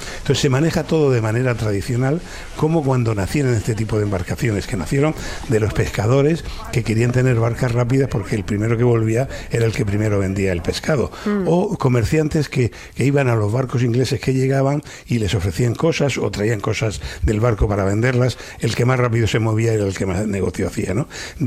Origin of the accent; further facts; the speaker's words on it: Region of Murcia, Spain; Llega el verano y os quiero hablar de mi tierra, de Murcia, de la región de Murcia